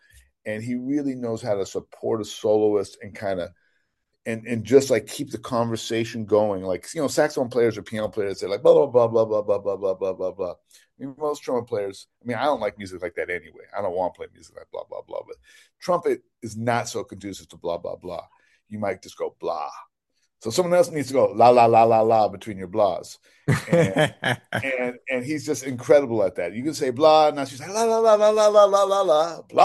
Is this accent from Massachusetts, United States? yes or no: no; Berkeley, California, United States; And he went to Eagle Rock, and I'm from Berkeley. Eagle Rock's outside of LA.